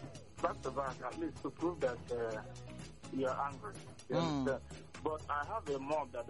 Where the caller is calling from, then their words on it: Nigeria; I'm calling from Nigeria.